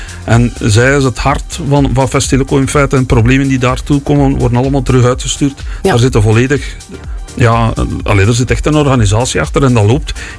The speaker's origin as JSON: {"language": "Dutch", "town": "Ninove", "region": "East Flanders", "country": "Belgium", "tie": "born or raised there", "said": "Leuk festival. 1 dag alles geven. En dat is in mijn thuisstad Nienhoven."}